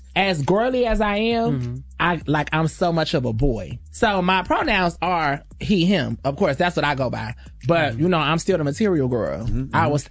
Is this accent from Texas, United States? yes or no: no; Florida, United States; born or raised there